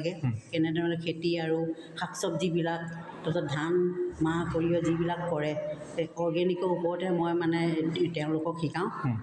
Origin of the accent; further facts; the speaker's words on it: Simaluguri, Assam, India; মোৰ গাঁও শিমলগুৰিত।